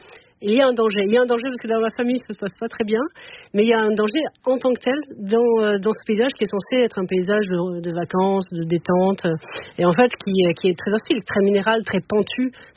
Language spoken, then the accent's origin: French; Montpellier, Occitanie, France; born there